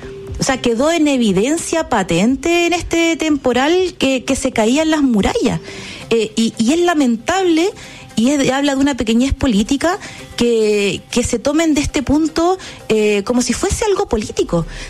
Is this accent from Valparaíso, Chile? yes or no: yes; Valparaíso, Chile; yo soy de Valparaíso, entonces estamos acostumbrados también a tener reconstrucciones asociadas